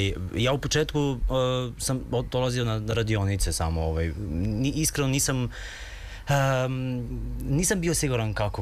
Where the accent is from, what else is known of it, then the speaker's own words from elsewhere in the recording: Mala Vrbica, Belgrade, Serbia; Jedna komšinica u selu gdje sam odrastao, u Malom Verbici kod Mladenovca